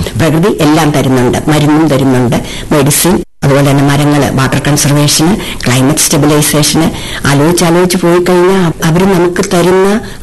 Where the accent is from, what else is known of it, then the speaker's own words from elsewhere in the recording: Onattukara, Kerala, India; ഞങ്ങളുടെ ഓണാട്ടുകാരുടെ ആ ഒരു ബാക്ക്ഗ്രൗണ്ട്